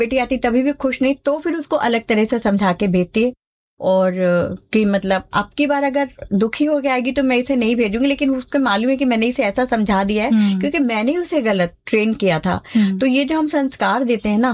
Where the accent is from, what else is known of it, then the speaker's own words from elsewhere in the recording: Rajasthan, India; पहले मैं मारवाड़ी हूँ, हमारे दादाजी नगर सेठ हुआ करते थे